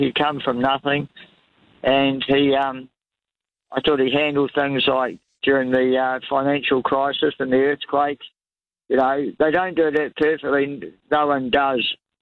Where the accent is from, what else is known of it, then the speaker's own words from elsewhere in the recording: Sydney, New South Wales, Australia; I remember him as a kid growing up in Sydney